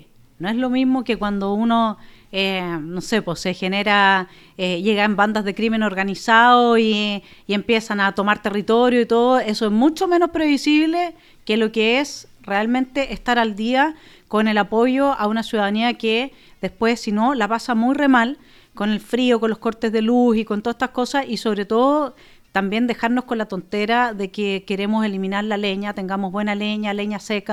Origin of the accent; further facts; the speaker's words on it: Araucanía, Chile; yo soy de la Araucanía, por lo tanto, para mí es mi casa. Es donde yo crecí, es donde tuve a mis hijos, donde me casé, donde viven mis hermanos